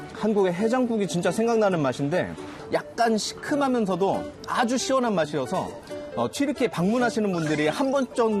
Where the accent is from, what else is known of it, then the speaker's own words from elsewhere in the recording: South Korea; 너도 여기 프린스니? 나도 한국에서 온